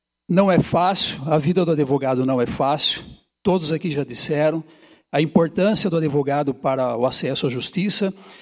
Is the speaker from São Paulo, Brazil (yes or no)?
yes; Sorocaba, São Paulo, Brazil; now in Araras, Brazil; eu sou de Sorocaba, vim para cá, para Araras, em 1993.